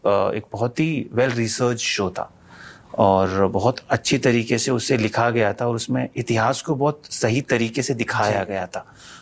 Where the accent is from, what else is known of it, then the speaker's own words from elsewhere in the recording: Rajasthan, India; moved away; क्योंकि मैं वहाँ से हूँ. तो वो मेरे लिए बहुत आसान था क्योंकि मैंने वो जीवन बहुत करीब से देखा है, जिया है, मैं पला बड़ा हूँ वहाँ पे.